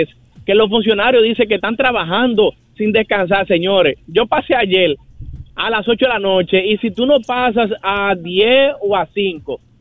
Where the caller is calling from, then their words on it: San José de Ocoa, Dominican Republic; yo soy de San José de Ocoa.